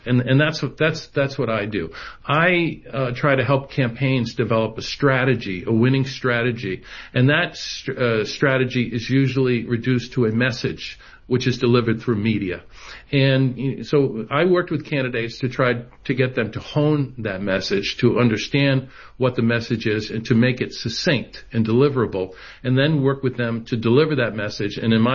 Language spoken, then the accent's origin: English; Rhode Island, United States; moved away; my home state of Rhode Island.